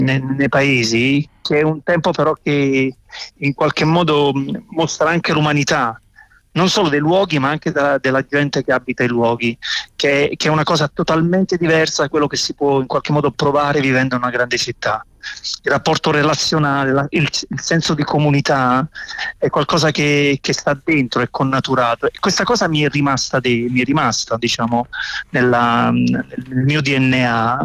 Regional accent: Torella del Sannio, Molise, Italy; Io sto bene, in questo momento sono in Molise, nella mia terra

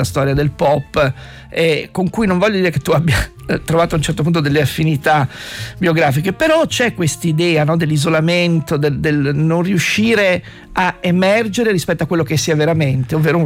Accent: Liguria, Italy; dalle mie parti in Liguria

